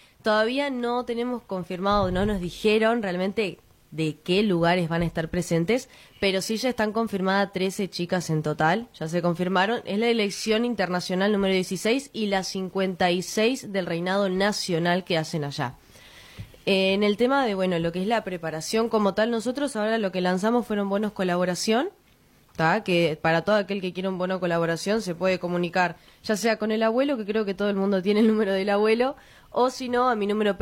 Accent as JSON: {"language": "Spanish", "region": "Tacuarembó", "country": "Uruguay", "said": "Siendo uruguayo"}